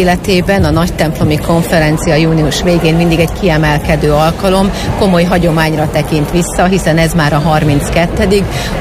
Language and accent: Hungarian; Tiszántúl, Hungary; hiszen magam is tiszántúli vagyok, és a Békési Egyház megyéből érkezem.